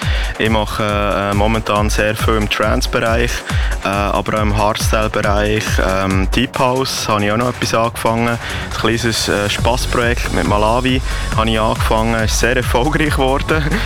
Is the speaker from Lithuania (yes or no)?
no; Switzerland; Aber in der Schweiz, in meinem Heimatkanton, vor der vollen Halle, und ich hatte Schulkollegen vor mir